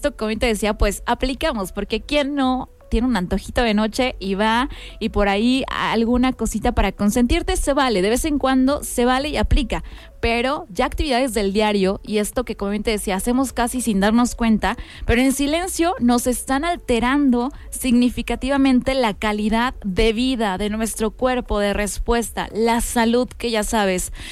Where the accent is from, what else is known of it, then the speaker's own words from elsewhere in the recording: Mexico; Esto que también como mexicanos, oye, nosotros aplicamos y bastante.